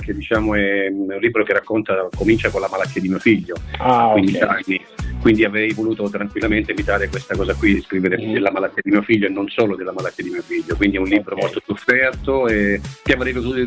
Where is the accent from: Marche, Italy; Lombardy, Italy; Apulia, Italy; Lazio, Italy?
Apulia, Italy; Gallipoli; Gallipoli in provincia di Lecce, sì. Diciamo che io abitavo in questa casa cantoniera nella periferia di Gallipoli.